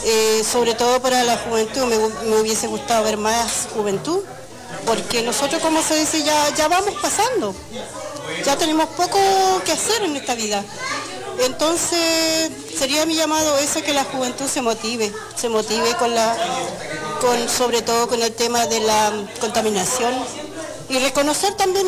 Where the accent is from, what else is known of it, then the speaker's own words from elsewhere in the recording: Los Lagos, Chile; Interesante, a pesar que somos chilotes, somos de Chiloé, se supone que somos gente cultural.